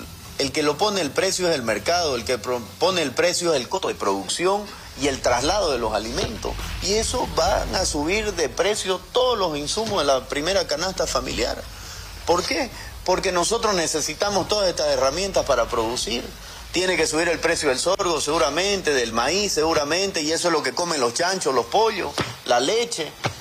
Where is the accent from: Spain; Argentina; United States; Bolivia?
Bolivia